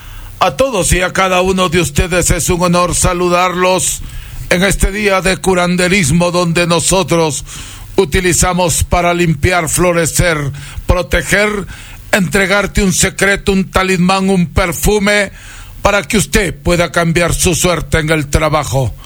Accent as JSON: {"language": "Spanish", "town": "Huancabamba", "region": "Piura", "country": "Peru", "moved": "yes", "said": "yo soy peruano, huancabambino, y yo vengo, señor, de tierras lejanas"}